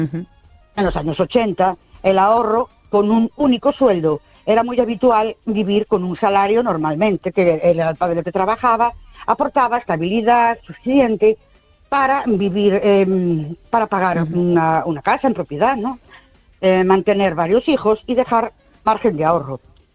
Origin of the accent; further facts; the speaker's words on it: Ourense, Galicia, Spain; Buenas noches … de Ourense.